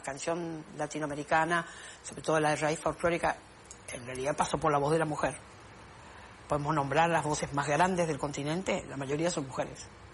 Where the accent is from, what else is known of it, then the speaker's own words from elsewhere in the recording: Corrientes, Argentina; soy correntina, tengo 61 años.